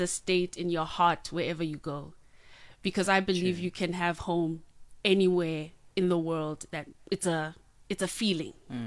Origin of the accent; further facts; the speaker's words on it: Johannesburg, Gauteng, South Africa; I grew up, born and bred in Johannesburg